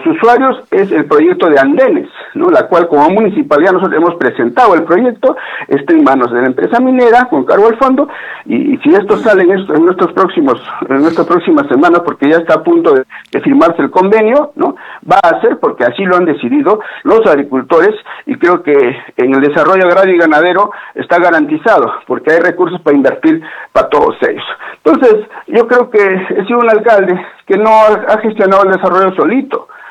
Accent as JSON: {"language": "Spanish", "area": "Candarave", "region": "Tacna", "country": "Peru", "said": "tanto quiero a mi tierra"}